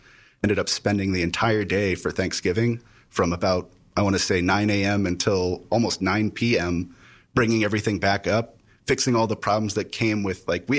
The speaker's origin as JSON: {"language": "English", "town": "Fairbanks", "region": "Alaska", "country": "United States", "tie": "born or raised there", "said": "I was born and raised here in Fairbanks, was always interested in technology ever since I was a little kid."}